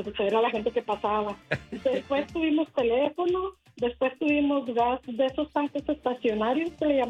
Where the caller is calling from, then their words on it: Denver, Colorado, United States; Estoy llamando de Denver, Colorado.